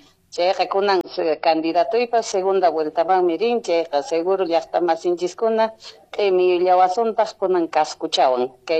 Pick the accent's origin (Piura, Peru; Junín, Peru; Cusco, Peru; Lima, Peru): Cusco, Peru; Colquemarca district, Chumbivilcas; born there; Armirimanta, comunidad Charamuray, anexo Armiri, distrito de Colquemarca … así es que lo llevo con mucho orgullo, mi tierra, y siempre haré quedar en alto a nuestro Chumbivilcas